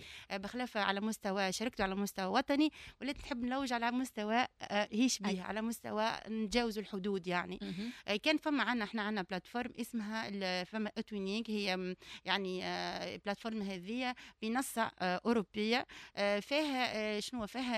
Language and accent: Arabic; Tunisia